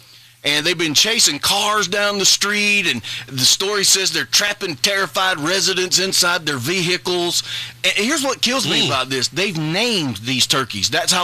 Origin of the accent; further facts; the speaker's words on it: Deep South, United States; I mean, I along with Pancake, we are both from the Deep South.